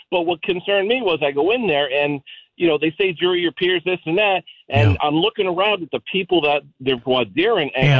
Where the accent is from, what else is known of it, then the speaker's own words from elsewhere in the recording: Trumbull, Connecticut, United States; born and raised in Trumbull, living here now